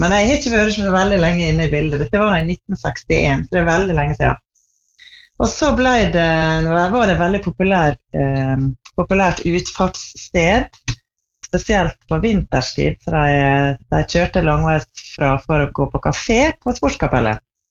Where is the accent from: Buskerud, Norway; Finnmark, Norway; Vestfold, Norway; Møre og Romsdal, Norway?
Møre og Romsdal, Norway; Tresfjorden; born or raised there